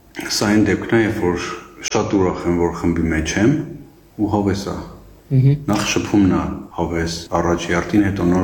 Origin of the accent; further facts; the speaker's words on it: Vanadzor, Lori, Armenia; Ասեմ, որպես վանաձորցի շատ արագ ինտեգրվեցի խումբ